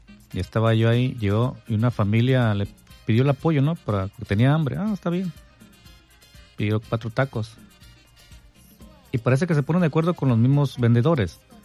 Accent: Mexico; como el mexicano, siempre somos buenos samaritanos

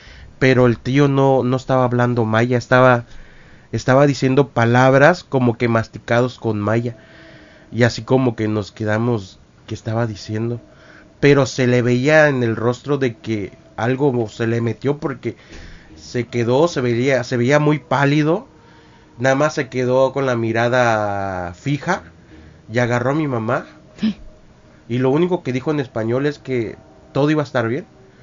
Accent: Chetumal, Quintana Roo, Mexico; Bueno, yo soy aquí de Quintana Roo, de Chetumal, para ser exactos. Y pues mi mamá es de Nicolás Bravo.

